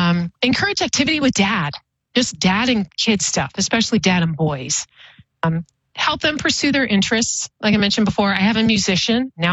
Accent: Oregon, United States; born or raised there; now in Boise, United States

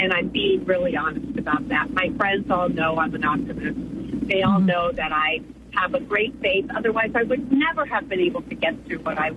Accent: Tucson, Arizona, United States; born and raised in Tucson, Arizona

